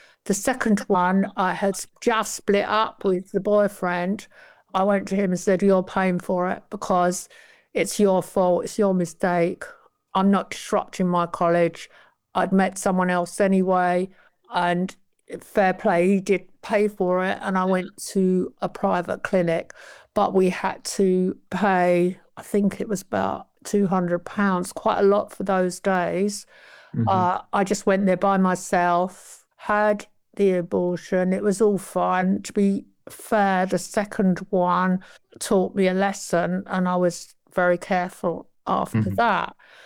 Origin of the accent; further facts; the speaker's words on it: London, United Kingdom; Well, I grew up in West London